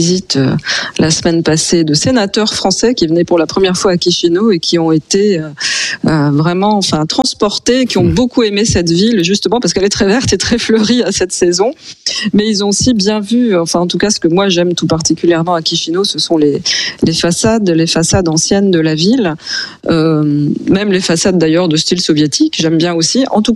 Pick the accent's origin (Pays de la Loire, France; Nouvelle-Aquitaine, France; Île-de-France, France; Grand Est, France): Grand Est, France; born there; je suis née en France, mais dans une région qui est frontalière de l'Allemagne et du Luxembourg, et j'ai un grand-père qui est germanophone.